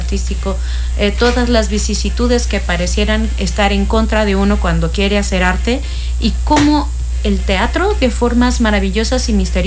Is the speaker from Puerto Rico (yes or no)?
no; Venezuela; moved away as an adult; also born or lived in Brazil; now in Cancún, Mexico; Llevo yo dando clases de canto desde el año 2006 en Venezuela. Yo soy de Venezuela. Llegué a Cancún en el año 2015.